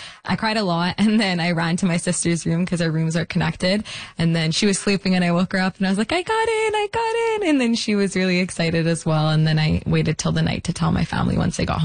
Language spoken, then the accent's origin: English; Peel, Ontario, Canada; I think one, growing up in Peel, I've seen the need.